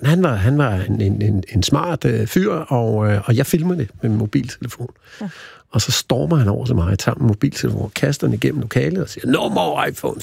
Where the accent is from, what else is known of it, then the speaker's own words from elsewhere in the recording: Næstved, Zealand, Denmark; jeg er fra Næstved